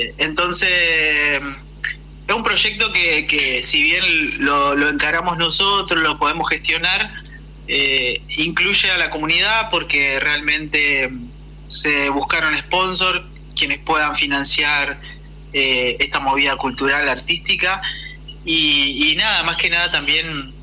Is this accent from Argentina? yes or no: yes; Argentina; now in Diamante, Argentina; como argentino obviamente es un orgullo